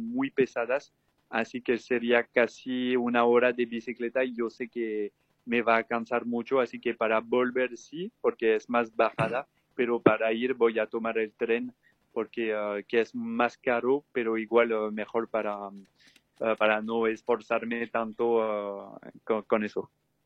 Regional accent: Paraguay; moved away; me parece que fue ayer que yo me fui de Paraguay, pero con el tiempo también hay personalmente que ver en la interioridad, bueno, cuál es mi vínculo con ese país y todo

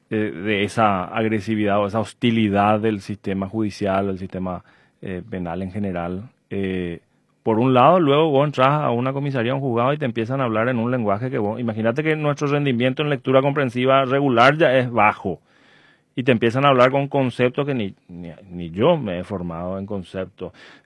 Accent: Paraguay; yo soy un privilegiado en cuanto a la educación en este país

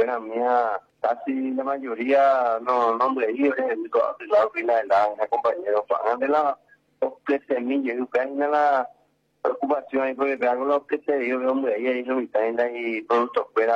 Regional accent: Paraguay; Como paraguayo, siempre lo mitad lleva espera de su recuperación de la selección paraguaya

